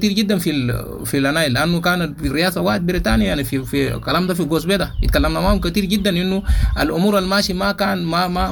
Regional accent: Sudan; now in Chad; إحنا سودانيين

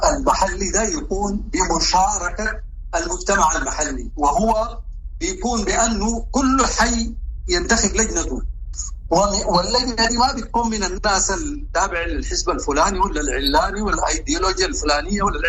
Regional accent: Sudan; دي نحن عندنا في السودان ما حصلت منذ الاستقلال والى اليوم.

